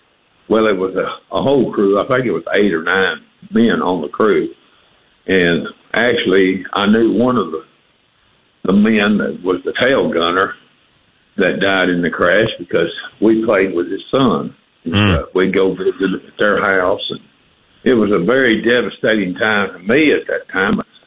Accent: Bangor, Maine, United States; born there; also born or lived in Mississippi; I was born in Bangor, Maine. They say I was a maniac, but then I moved to Mississippi in I was in the later part of my dad's career.

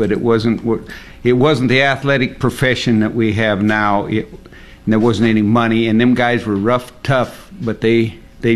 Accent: Red Lodge, Montana, United States; strangely enough, I came from a coal mining town. And ever since I was a little kid, I wanted to ride broncs. I was raised in Red Lodge, Montana, with the Menderman family in the Greenos

